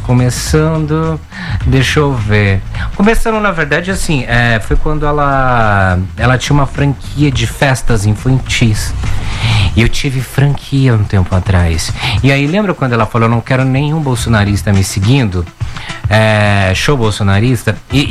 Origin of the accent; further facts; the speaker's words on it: Ouro Fino, Minas Gerais, Brazil; now in São Paulo, Brazil; eu sou de Minas, Ouro Fino.